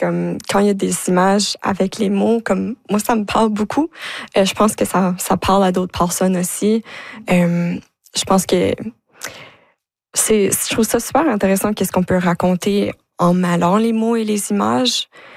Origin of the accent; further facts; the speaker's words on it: Moncton, New Brunswick, Canada; moi je viens de Moncton, donc on s'entend dans Nouveau-Brunswick, Moncton, c'est quand même une grande ville. Mais je peux dire que moi, grandissant à Moncton, je filais pas comme si c'était une grande ville.